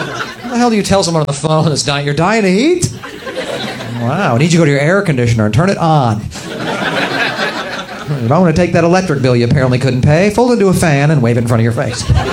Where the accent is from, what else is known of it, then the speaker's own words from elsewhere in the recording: Atlanta, Georgia, United States; I'm from Atlanta